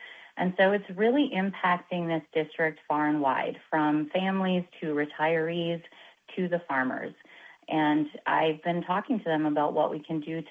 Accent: Hermantown, Minnesota, United States; I grew up in Hermantown, and that's where I live today.

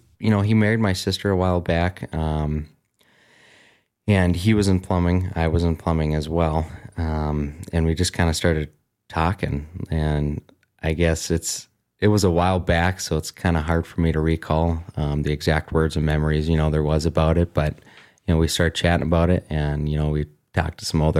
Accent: Duluth, Minnesota, United States; I am born and raised in Duluth, Minnesota. That's kind of where our home base is, Duluth, Minnesota.

